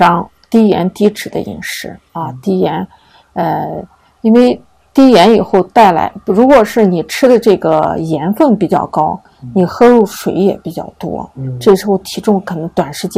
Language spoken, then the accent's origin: Chinese; Xinjiang, China; 还有我们新疆人吃的馕啊